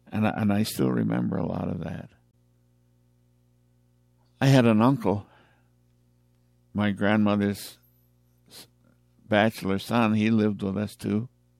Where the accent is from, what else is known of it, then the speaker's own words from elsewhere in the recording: Ontario, Canada; also born or lived in Buffalo, New York; Buffalo, New York, 84 years ago. At the age of 8 months, I was taken down to the Six Nations Reservation near Brantford, Ontario, and handed over to my grandmother, who raised me.